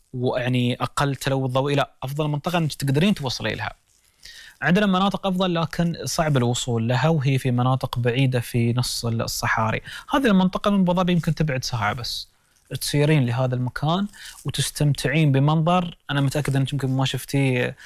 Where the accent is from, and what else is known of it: United Arab Emirates